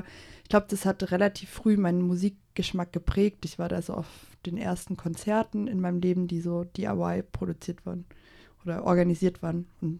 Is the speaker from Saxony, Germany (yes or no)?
yes; Glauchau, Saxony, Germany; now in Leipzig, Germany; Ja, ich bin im sächsischen Umland aufgewachsen. Ja, was soll man dazu sagen? relativ unspannend, eine kleine Vorstadt, sehr industriell geprägt